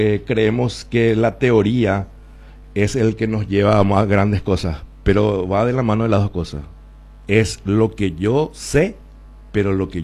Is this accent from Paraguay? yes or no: yes; Coronel Oviedo, Caaguazú, Paraguay; Sí, yo soy de Coronel Oviedo.